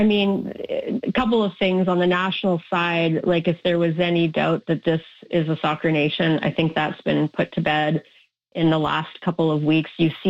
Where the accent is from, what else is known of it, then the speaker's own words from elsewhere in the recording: Winnipeg, Manitoba, Canada; moved away; although I left Winnipeg for a couple of decades, like growing up in Winnipeg, you know, this is the game that a lot of us play first.